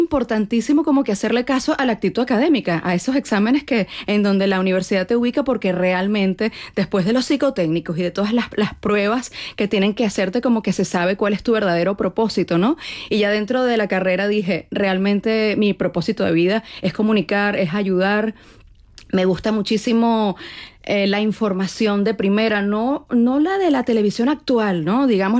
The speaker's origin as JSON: {"language": "Spanish", "town": "Caracas", "region": "Capital District", "country": "Venezuela", "tie": "born there", "said": "la tierra de las arepas"}